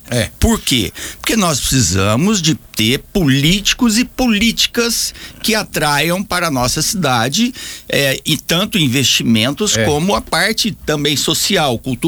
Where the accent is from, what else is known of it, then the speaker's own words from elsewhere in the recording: Goiânia, Goiás, Brazil; also born or lived in Brasília; now in Anápolis, Brazil; Eu sou goianiense, sou campineiro, mas sou cidadão anapolino e amo demais essa cidade, onde eu realmente vim de Brasília para cá na época, transferido para a Força Aérea